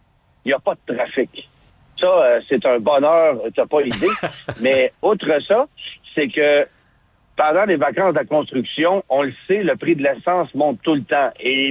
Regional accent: Quebec, Canada; chez nous au Québec

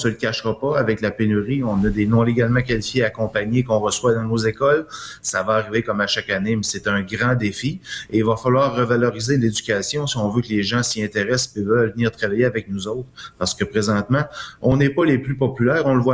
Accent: Quebec, Canada; je suis du Saint-Lac-Saint-Jean

